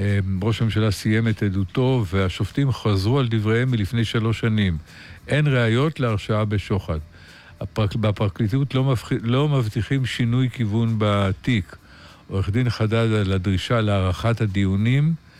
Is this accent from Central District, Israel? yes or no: yes; Rehovot, Central District, Israel; מרחובות, עיר הולדתי